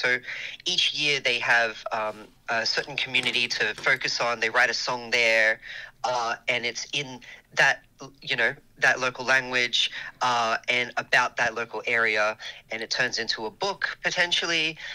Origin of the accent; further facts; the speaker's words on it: Warilla, New South Wales, Australia; I grew up in Warilla, in Wollongong.